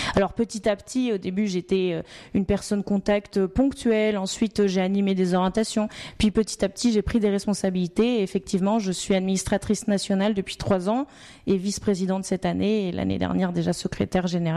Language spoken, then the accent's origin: French; Nantes, Pays de la Loire, France; now in Bordeaux, France